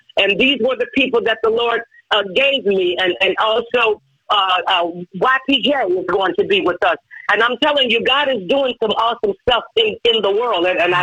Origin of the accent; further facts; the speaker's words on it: Chicago, Illinois, United States; I was born and raised in Chicago.